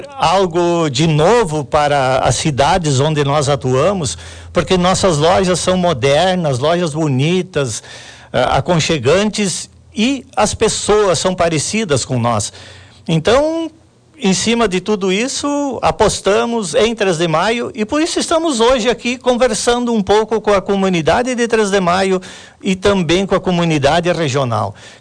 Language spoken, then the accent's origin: Portuguese; Três de Maio, Rio Grande do Sul, Brazil; moved away; porque a gente nasceu aqui, meus filhos nasceram aqui também, minha esposa é daqui